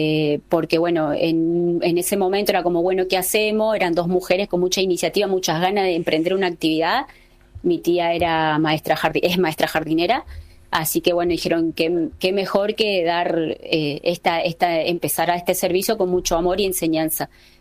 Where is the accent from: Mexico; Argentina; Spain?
Argentina; como somos los argentinos